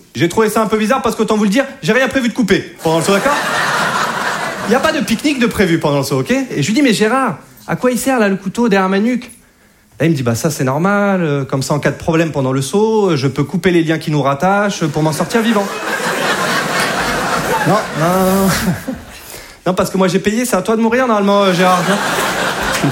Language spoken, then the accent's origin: French; Hauts-de-France, France; Je suis pas de Paris à la base. Moi, je viens de Picardie.